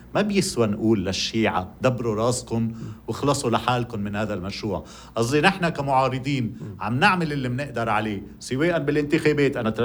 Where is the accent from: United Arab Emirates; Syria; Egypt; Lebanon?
Lebanon; South Lebanon; ما بمشي بولا محل بالجنوب بضيعتي بين أهلي وناسي